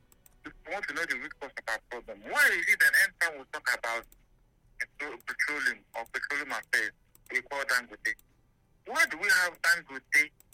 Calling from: Enugu, Enugu State, Nigeria; calling from Enugu.

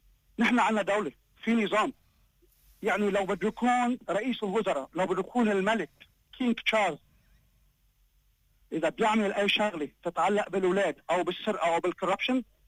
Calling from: Australia; انا عم بحكيك من استراليا

